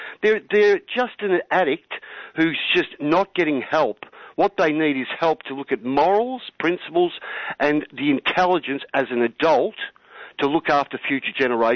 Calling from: Australia; I'm an Australian.

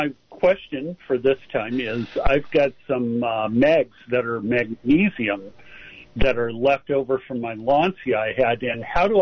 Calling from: Santa Cruz, California, United States; from over in Santa Cruz.

